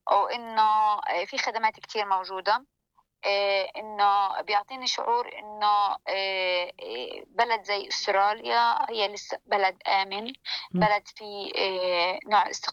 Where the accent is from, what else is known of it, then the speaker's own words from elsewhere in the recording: Gaza, Gaza Strip, Palestine; moved away as an adult; now in Australia; احنا عندنا في فلسطين